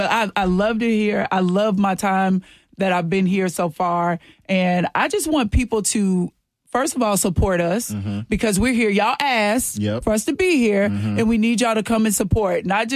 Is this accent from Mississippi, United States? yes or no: yes; Mississippi, United States; also born or lived in Dallas, Texas; now in Nashville, United States; Well, first of all, I grew up in Mississippi. I moved here from Dallas, Texas. I've mm-hmm. been there off and on for over 20 years. But I grew up in Mississippi on a farm.